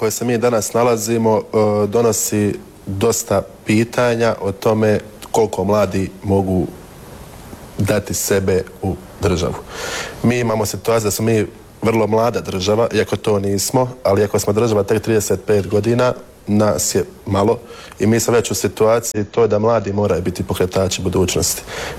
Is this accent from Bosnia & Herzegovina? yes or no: yes; Čitluk, Federation of Bosnia and Herzegovina, Bosnia & Herzegovina; 30 godina, magister ekonomije, dolazim iz Bosne i Hercegovine, točnije iz općine Čitluk.